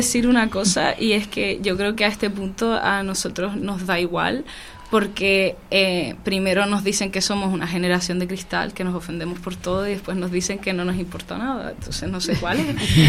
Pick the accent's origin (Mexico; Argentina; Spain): Spain; Las Palmas de Gran Canaria, Canary Islands; born there; yo soy del barrio de Chamán, y yo cuando tenía 11 años me tuve que ir del barrio de Chamán porque la rentista quiso quitar a mi familia de 6 miembros porque su hijo se iba a casar y le quería dar la casa.